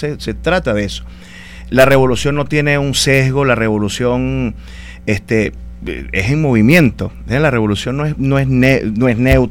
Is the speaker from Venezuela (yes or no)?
yes; Andes, Venezuela; Yo soy andino.